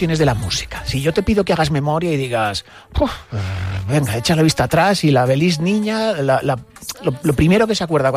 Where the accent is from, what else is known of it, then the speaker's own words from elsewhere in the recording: Palencia, Castile and León, Spain; yo soy de Palencia. O sea, ahí en el Secarral castellano tan precioso. Pero mi abuelo era sevillano.